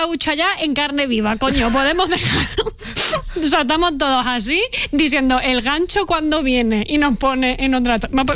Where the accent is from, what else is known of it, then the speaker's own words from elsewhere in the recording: Cuenca, Castilla-La Mancha, Spain; Y la otra, que soy de Cuenca, cojones.